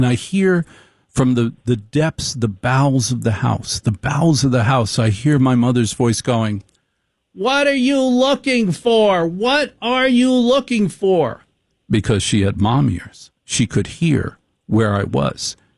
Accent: Maplewood, New Jersey, United States; I grew up in Maplewood, and the minute I left for college, my parents moved to Short Hills.

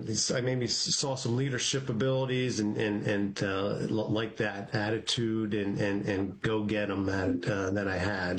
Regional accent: Pennsylvania, United States; So from outside Philadelphia, the main line, grew up, I have two older brothers and an older sister. I'm the youngest.

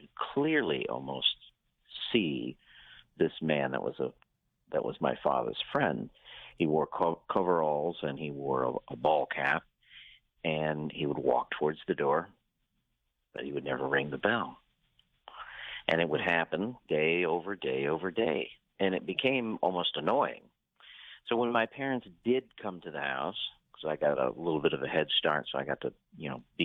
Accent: Ohio, United States; I am from South Central Ohio

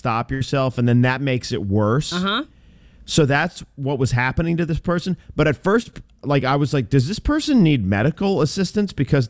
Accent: Maine, United States

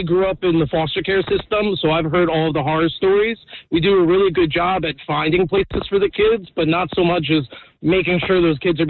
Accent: North Brunswick, New Jersey, United States; now in South River, United States; I grew up in North Brunswick.

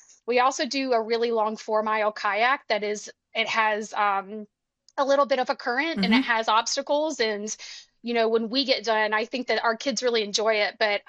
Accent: Alabama, United States

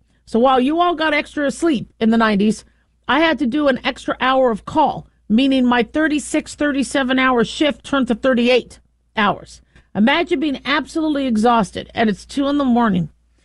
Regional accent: California, United States; born there; Most of us are from California. I was born in California. I love the state of California.

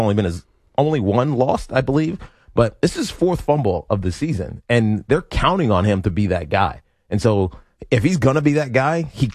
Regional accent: Roanoke, Virginia, United States; moved away; That's my hometown, Roanoke, Virginia.

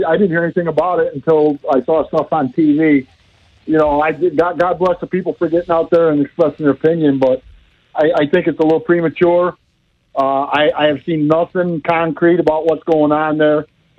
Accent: Ilion, New York, United States; You know, I grew up in Ilion, and downtown Ilion was a nightmare.

